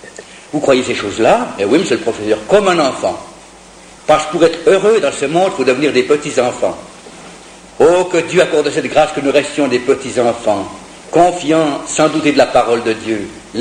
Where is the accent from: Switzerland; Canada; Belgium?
Switzerland